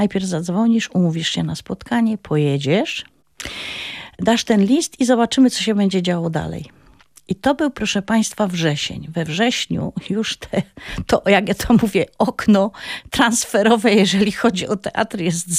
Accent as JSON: {"language": "Polish", "region": "Silesian Voivodeship", "country": "Poland", "accent": "Silesian", "said": "byłam ślązaczką z akcentem, z melodią, z zaśpiewem, z całym tym wszystkim, co niesie bycie ślązakiem, z bagażem, z korzeniem śląskim, który niosłam, z brakiem zrozumienia naszego heimatu"}